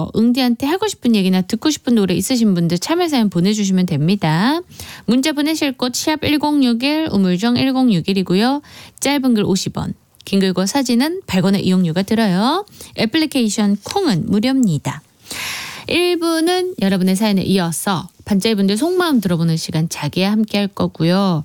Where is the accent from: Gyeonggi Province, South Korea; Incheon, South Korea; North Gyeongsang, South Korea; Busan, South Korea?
Busan, South Korea; born there; moved away as an adult; now in Seoul, South Korea